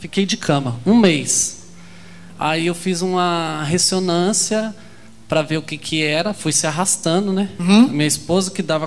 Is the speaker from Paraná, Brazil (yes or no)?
yes; Apucarana, Paraná, Brazil; Eu sou lá de Apucarana.